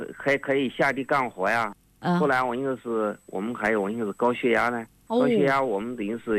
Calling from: Tianmen, Hubei, China; 我是天门江湖的。

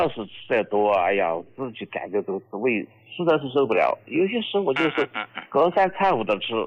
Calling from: Chengdu, Sichuan, China; 我来自四川成都金堂县的，也是一个农民。

